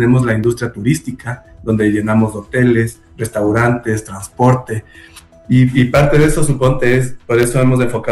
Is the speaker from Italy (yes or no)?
no; Ecuador; nosotros como ecuatorianos